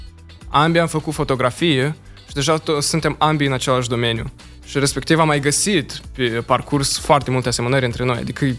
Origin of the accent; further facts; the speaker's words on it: Moldova; eu sunt moldovean.